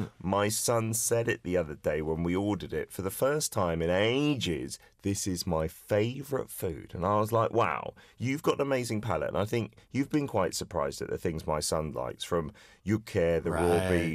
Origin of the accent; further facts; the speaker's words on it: United Kingdom; moved away; growing up as a Brit